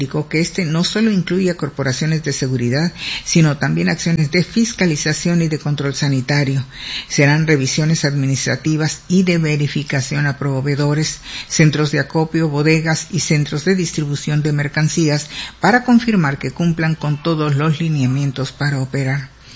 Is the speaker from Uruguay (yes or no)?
no; Mexico; Somos mexicanos